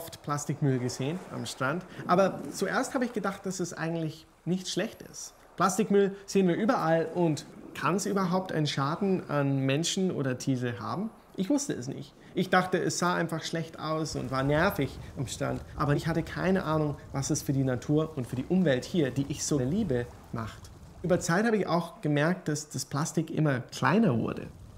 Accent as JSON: {"language": "German", "region": "Munster", "country": "Ireland", "tie": "born or raised there", "said": "Ich bin in West Cork in Irland aufgewachsen und das Leben hier ist total interessant. Nicht irgendwie städtlich, total off-grid, würden wir sagen. Scharfe Berge, richtig schönes Meer, windige Tage, regnerische Tage."}